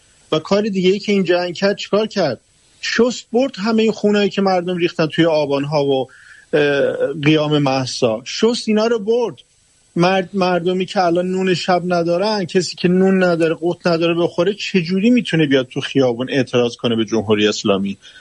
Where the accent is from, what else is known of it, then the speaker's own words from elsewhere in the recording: Iran; به عنوان یک ایرانی که وطنم رو دوست دارم و نمیتونم بی تفاوت باشم